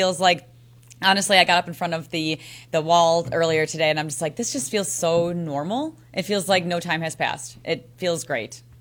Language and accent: English; Franklin, Wisconsin, United States; my hometown in Franklin, wouldn't be mad to go there every once in a while, say hi to mom and dad